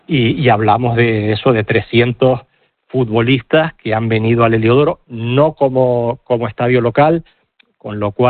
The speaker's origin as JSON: {"language": "Spanish", "area": "Tenerife", "region": "Canary Islands", "country": "Spain", "said": "soy de Tenerife, esta es mi isla"}